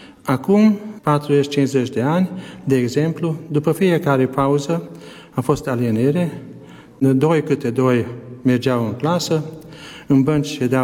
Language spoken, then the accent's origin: Romanian; Pusztaottlaka, Békés, Hungary; Anii copilăriei am petrecut la Otla Capustă, e un sat mic, mai de mult cu mulți locuitori români. Acum nu prea sunt români în sat. Acolo am umblat la școala generală din 1958 până la 1966. Am locuit la Sălaș